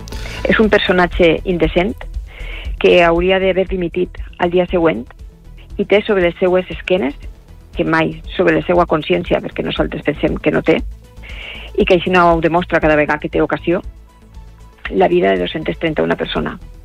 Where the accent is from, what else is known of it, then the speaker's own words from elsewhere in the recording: Catarroja, Valencian Community, Spain; per ser del meu poble, no? De Catarroja.